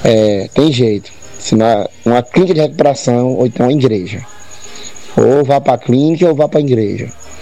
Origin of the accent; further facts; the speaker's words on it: Belo Horizonte, Minas Gerais, Brazil; born there; Eu passei minha vida toda ali na Feira do Malandro, na Lagoinha. Eu vim usar o crack com 29 anos, né.